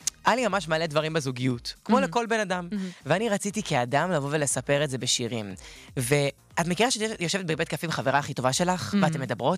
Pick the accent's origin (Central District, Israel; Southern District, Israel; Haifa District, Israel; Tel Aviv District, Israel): Tel Aviv District, Israel; Ramat Gan; born or raised there